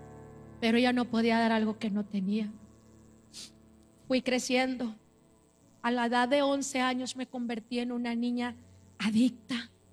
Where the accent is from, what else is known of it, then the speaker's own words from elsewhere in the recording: Monterrey, Nuevo León, Mexico; Soy de Monterrey, Nuevo León, México.